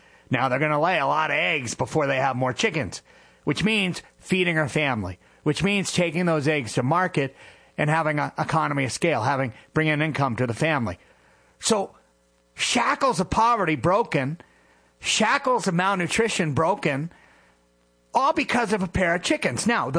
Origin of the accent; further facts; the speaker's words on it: New Hampshire, United States; I grew up in New Hampshire, so I'm, you know, just north of here.